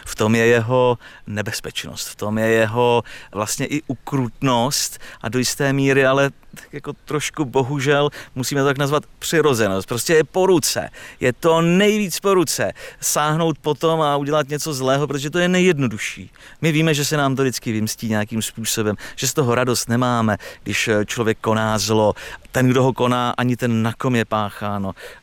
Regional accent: Liberec, Liberec Region, Czechia; Já jsem tady doma v tomto kraji, narodil jsem se v Liberci

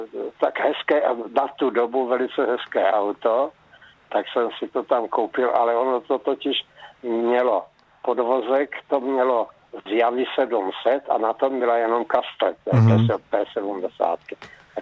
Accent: South Moravian Region, Czechia; moved away as an adult; also born or lived in Pardubice; Protože pocházím tady z Moravy, a ne teda z Hodonína, ale od Hodonína, a v té době ze zemědělské rodiny

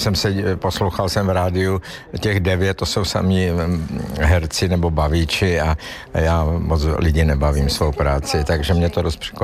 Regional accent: Slovakia; a já jsem ze Slovenska

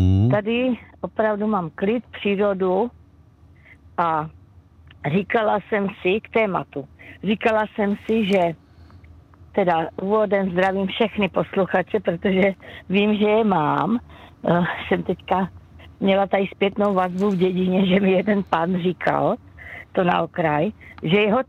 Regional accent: Olomouc, Olomouc Region, Czechia; now in Radíkov, Czech Republic; já jsem z Olomouce jako rodačka.

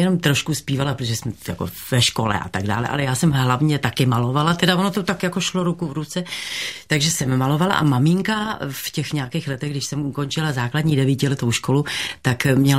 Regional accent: Prague, Czechia; also born or lived in Jílové u Prahy; Narodila jsem se v Praze, jsem čistokrevná Pražka. Narodila jsem se na Národní třídě 7, číslo 7, kde je kavárna.

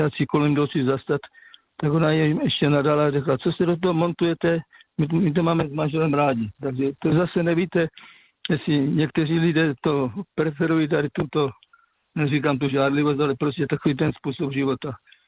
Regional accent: South Moravian Region, Czechia; now in Kopřivnice, Czechia

